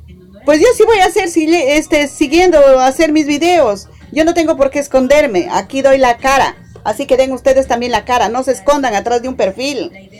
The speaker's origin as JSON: {"language": "Spanish", "area": "Cutervo province", "region": "Cajamarca", "country": "Peru", "said": "Yo sí soy de Cajamarca, soy de la provincia de Cutervo"}